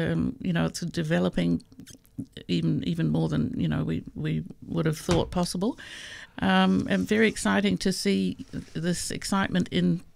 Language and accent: English; New Zealand; now in Australia; So I grew up in New Zealand